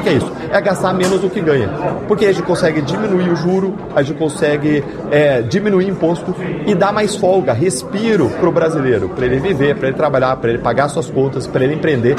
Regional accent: Pato Branco, Paraná, Brazil; moved away; É bom demais estar aqui em Pato Branco, minha cidade natal, cidade onde eu nasci, onde eu cresci

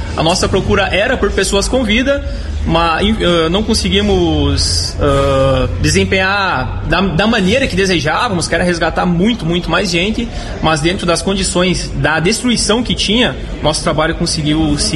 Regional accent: Santa Catarina, Brazil; also born or lived in Pato Branco; now in Francisco Beltrão, Brazil; Eu sou de Francisco, sou de Santa Catarina, trabalho em Francisco Beltrão há 10 anos, tive o prazer de trabalhar aqui em Pato Branco durante 2 anos também

